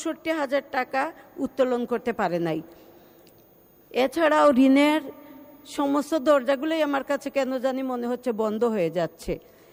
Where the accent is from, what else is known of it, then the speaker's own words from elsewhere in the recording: Sylhet, Sylhet Division, Bangladesh; আমি সিলেটের মেয়ে